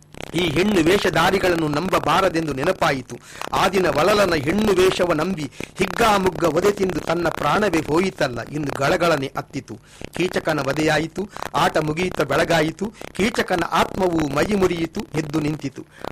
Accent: Gurupura, Karnataka, India

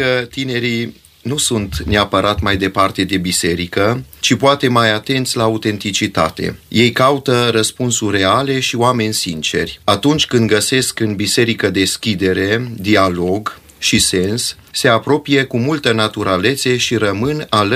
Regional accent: Huedin, Cluj County, Romania; 10 ani de când sunt în parohia Huedin. Sunt născut în Huedin și părinții și bunicii îi am în Huedin, deci am crescut în Huedin. Mă simt acasă în parohia în care sunt.

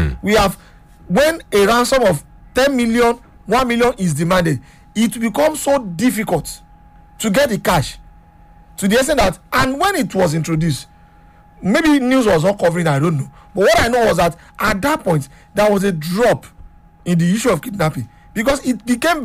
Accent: Nigeria

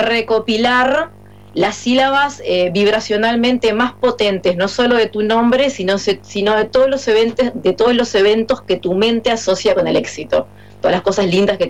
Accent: Florida, Uruguay; moved away as an adult; now in Piriápolis, Uruguay; Bueno, yo soy oriunda de Florida, pero hace 5 años que estoy viviendo acá en Piriápolis.

